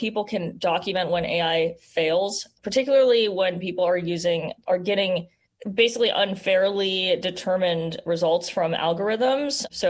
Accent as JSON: {"language": "English", "town": "Las Vegas", "region": "Nevada", "country": "United States", "said": "I'm from Las Vegas, by the way."}